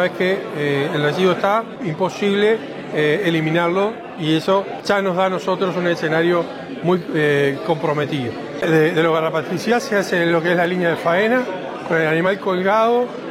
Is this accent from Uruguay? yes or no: yes; Uruguay